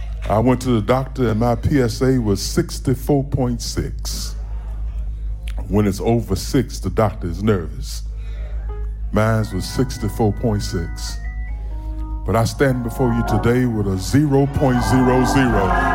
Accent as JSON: {"language": "English", "town": "Baton Rouge", "region": "Louisiana", "country": "United States", "said": "I'm from Baton Rouge, Louisiana"}